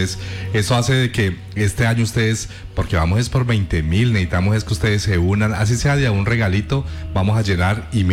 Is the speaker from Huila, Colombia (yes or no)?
no; Valle del Cauca, Colombia; Y más yo que soy súper vallecaucano, que soy súper regionalista